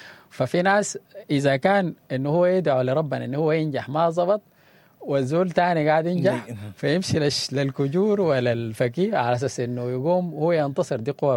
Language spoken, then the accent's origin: Arabic; Sudan; احنا كسودانيين. يعني احنا ناس متدينين